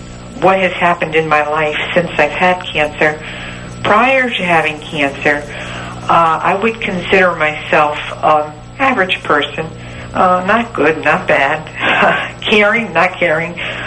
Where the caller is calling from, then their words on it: Connecticut, United States; I'm from Connecticut.